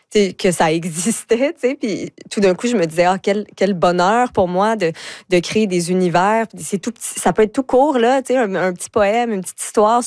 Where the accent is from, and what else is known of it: Deux-Montagnes, Quebec, Canada